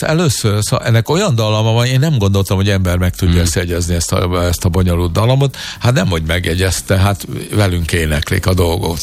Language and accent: Hungarian; Hungary; mi magyar gyerekek vagyunk